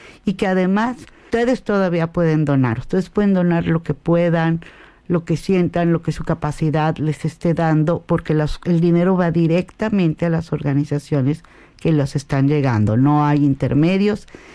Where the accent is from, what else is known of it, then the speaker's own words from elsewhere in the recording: Mexico; precisamente como mexicanos, como país que hemos vivido dos temblores bastante fuertes